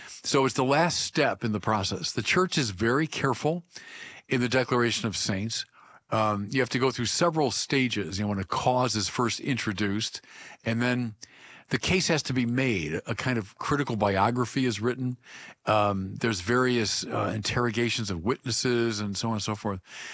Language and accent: English; Illinois, United States; Yeah, well, he's from my home state of Illinois